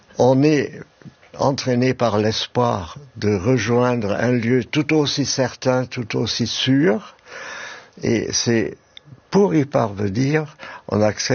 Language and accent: French; Germany; accent: German; French is a second language; moved away; mon petit accent allemand, comme je navigue entre deux langues